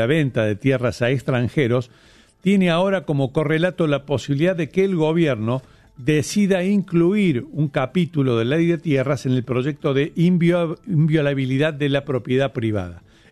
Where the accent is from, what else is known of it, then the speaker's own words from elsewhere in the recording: Villa María, Córdoba, Argentina; moved away; mis amigos de Villa María, mi ciudad natal.